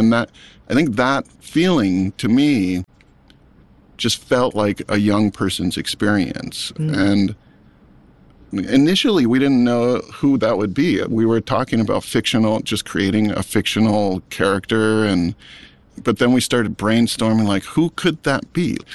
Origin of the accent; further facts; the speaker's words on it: Maui, Hawaii, United States; I grew up on Maui. I think I didn't realize how sheltered I was until I was working at that group home.